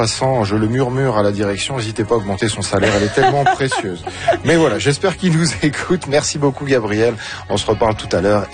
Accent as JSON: {"language": "French", "country": "France", "said": "Même si je suis français, je suis pas un vrai amateur de fromage."}